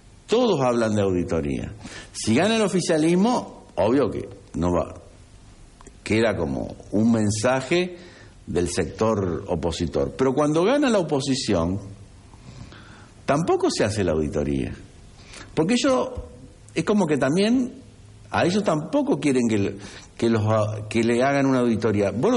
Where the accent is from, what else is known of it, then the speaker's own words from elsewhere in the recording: Santa Fe, Argentina; moved away; la ruta que la 178, la que iba desde Rosario hasta mi pueblo y seguía